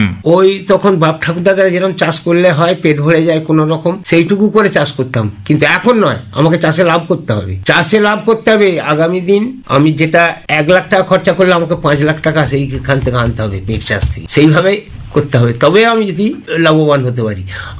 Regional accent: Hooghly district, West Bengal, India; আমি হুগলি জেলা থেকে আসছি। … চুচুড়মগড়া ব্লক, আমার গ্রাম হচ্ছে উত্তর সিমলা।

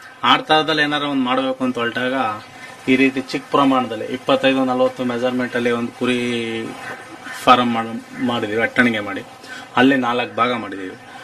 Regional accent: Malavalli, Karnataka, India; ಇದು ನನ್ನ ಜಿಲ್ಲೆದು, ನನ್ನ ತಾಲೂಕು, ನನ್ನ ಗ್ರಾಮದು.

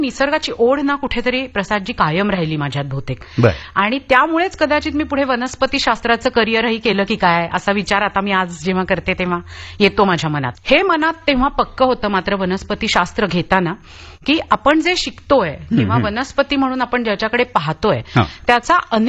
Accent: Ratnagiri, Maharashtra, India; moved away; also born or lived in Pune; माझ्या आईबाबांची नोकरी रत्नागिरी मध्ये होती आणि त्यांच्यामुळे माझं बालपण अतिशय सुखात रत्नागिरीत

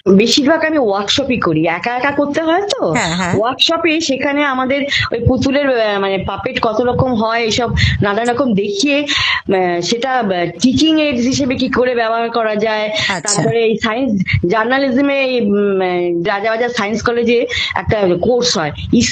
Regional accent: Burnpur, West Bengal, India; moved away as an adult; now in Kolkata, India; না জন্ম কলকাতা, মানে যেহেতু মামা বাড়ি কলকাতায় ছিল, জন্ম ওখানে হলো, মানে আমার বাবা ওখানে চাকরি করতেন তো আমরা ওখানেই ছোটবেলা থেকে থেকেছি, ওখানকার স্কুলেই পড়েছি।

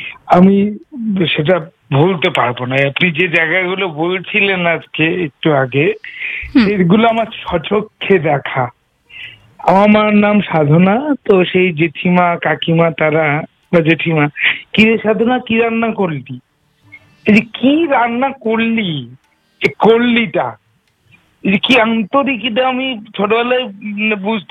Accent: Dakshin Dinajpur district, West Bengal, India; born there; also born or lived in Murshidabad; now in Malda, India; মুর্শিদাবাদ থেকে একটি পরিবার দক্ষিণ দিনাজপুর জেলার একটি শহরে গিয়ে পৌঁছলো 2006 সালে। তখন আমার 6 বছর বয়স।

